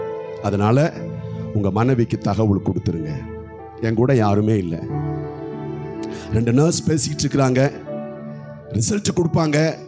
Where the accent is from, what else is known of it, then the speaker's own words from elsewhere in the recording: India; என்னுடைய சொந்த ஊர் கேரளா பக்கத்தில் இருக்குதான ஒரு சின்ன ஊர் கிராமம்